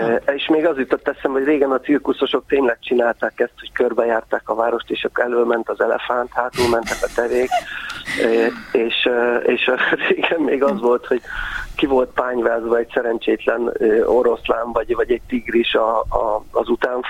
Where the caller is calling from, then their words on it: Budapest, Hungary; Én ilyen több rétegű vidéki budapestiként